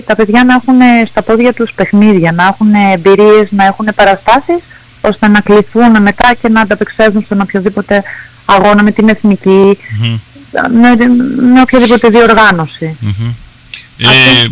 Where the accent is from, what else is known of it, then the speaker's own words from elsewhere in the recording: Greece; σαν Ελληνίδα.